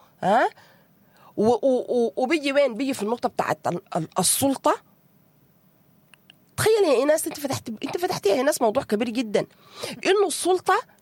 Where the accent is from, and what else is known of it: Sudan